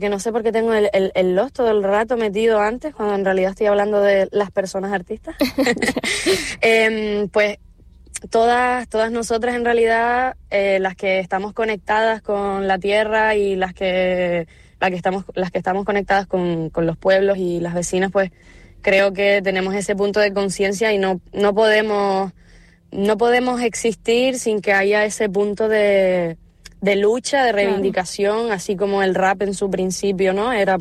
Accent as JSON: {"language": "Spanish", "region": "Canary Islands", "country": "Spain", "said": "como ahora mismo somos los canarios y las canarias"}